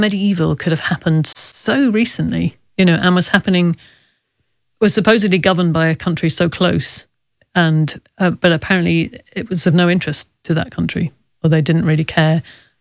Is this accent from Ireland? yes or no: yes; Ireland; accent: British; I know how bad it sounds in my very British accent to say, yes